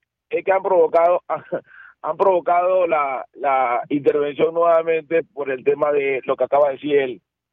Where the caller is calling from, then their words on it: Colón, Panama; yo soy de Colón y era vecino de Julio Deli Valdés